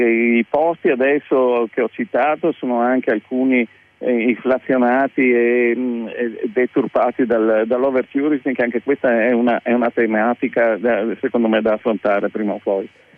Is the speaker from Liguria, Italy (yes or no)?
no; Padua, Veneto, Italy; Noi siamo di Padova